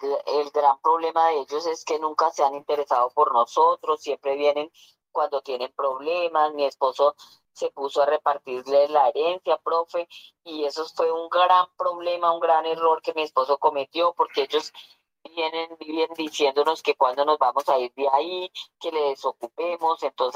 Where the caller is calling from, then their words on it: Ciénega, Boyacá, Colombia; Lo llamo de Ciénaga, Boyacá